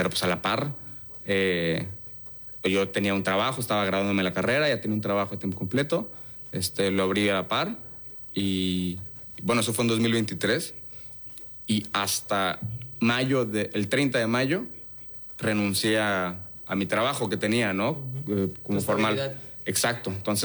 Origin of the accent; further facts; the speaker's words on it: Tapachula, Chiapas, Mexico; moved away as an adult; now in Mérida, Mexico; tengo 27 años, soy de Tapachula, Chiapas. Ya llevo viviendo aquí 8 años en Mérida.